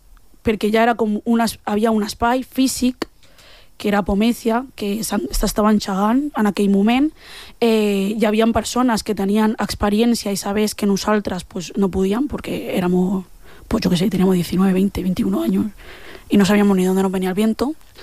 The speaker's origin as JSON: {"language": "Catalan", "town": "L'Hospitalet de Llobregat", "region": "Catalonia", "country": "Spain", "said": "com a dones negres d'Hospitalet, que no, que som d'Hospi"}